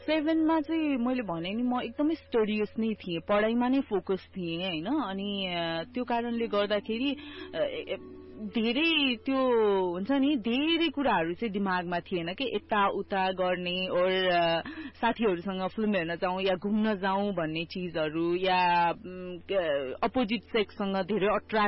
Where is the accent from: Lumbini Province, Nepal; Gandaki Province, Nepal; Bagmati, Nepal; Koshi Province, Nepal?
Bagmati, Nepal; Bharatpur; born there; मेरो जन्म चाहिँ नारायणगढ चितवनको गीतानगरमा भएको हो